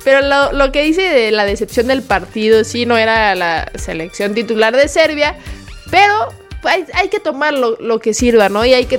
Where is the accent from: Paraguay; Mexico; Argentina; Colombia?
Mexico